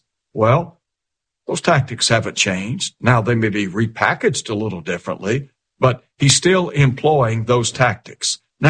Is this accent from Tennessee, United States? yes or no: yes; Chattanooga, Tennessee, United States; when I was just a young fella growing up in Chattanooga